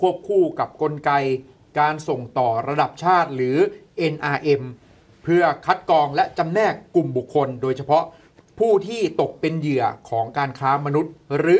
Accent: Rayong, Thailand; กระจูดนี่คือก็คือมาจากต้นกระจูดถ้าเป็นบ้านเราก็อยู่ที่จังหวัดระยอง

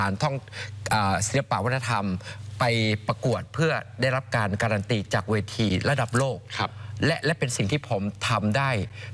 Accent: Bueng Kan, Thailand; รากผมเป็นคนจังหวัดบึงกาฬนะฮะก็รากวิถีจังหวัดบึงกาฬมันเป็นจังหวัดล่าสุดของประเทศจังหวัดที่77นะ

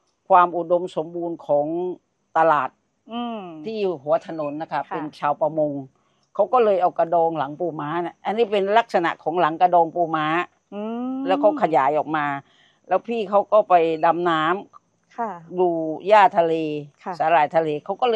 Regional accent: Ko Samui, Surat Thani, Thailand; เราก็เป็นคนเกาะสมุยดั้งเดิมแล้วเราก็อยู่ในพื้นที่ที่มันเป็นอันดับโลก

